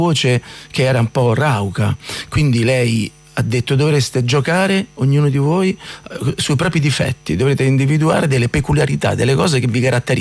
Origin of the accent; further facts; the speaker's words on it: Civitavecchia, Lazio, Italy; also born or lived in Rome; sono di Civitavecchia e poi ho vissuto a Roma e quindi chiaramente si sente, no, questa appartenenza in certi momenti, in certi spettacoli, quando parlo si sente che non sono di Vicenza o siciliano.